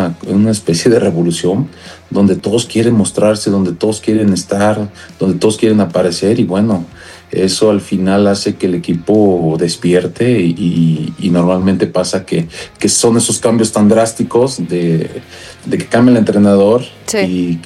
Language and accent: Spanish; Mexico; esperando que sea un gran mundial como todo mexicano